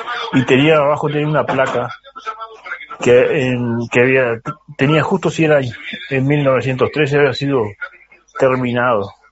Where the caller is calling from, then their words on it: Paysandú, Uruguay; de Paysandú.